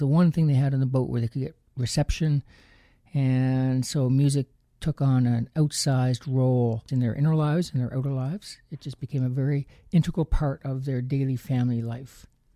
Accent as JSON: {"language": "English", "country": "Canada"}